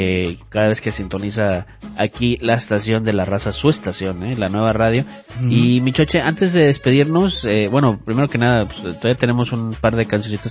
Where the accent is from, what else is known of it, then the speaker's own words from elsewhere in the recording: Monterrey, Nuevo León, Mexico; moved away; Soy de Monterrey